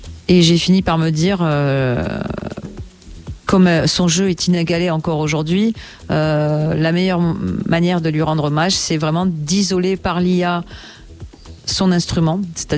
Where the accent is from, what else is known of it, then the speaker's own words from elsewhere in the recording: Toulouse, Occitanie, France; moi j'ai un papa qui est pianiste de jazz, je suis toulousaine